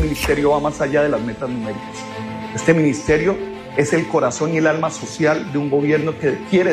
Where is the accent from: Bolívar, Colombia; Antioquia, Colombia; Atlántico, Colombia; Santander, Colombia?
Santander, Colombia; moved away; hoy me complace volver a mi tierra, que mi primer evento público sea frente a los santandereanos